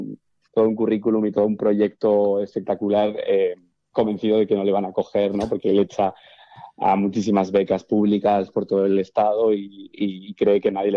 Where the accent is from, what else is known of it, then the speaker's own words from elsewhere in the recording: Navarre, Spain; Nunca se dice dónde es, pero bueno, yo soy de Navarra